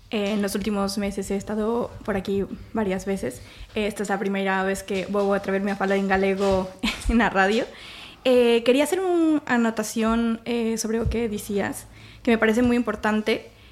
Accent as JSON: {"language": "Galician", "country": "Mexico", "second_language": "Galician", "lives_now": "Spain", "said": "Eu son mexicana."}